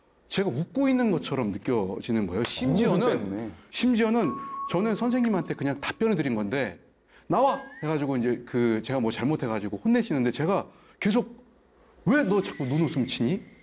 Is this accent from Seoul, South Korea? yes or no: yes; Seoul, South Korea; born there; 저는 태어나기로는 서울에 태어났는데 저도 뭐 충청의 피가 흐르고 있죠.